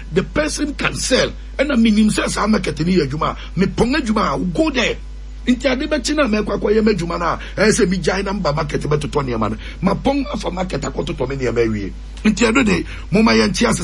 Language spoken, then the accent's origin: English; Ghana; now any identity card, the proof we are Ghanaian.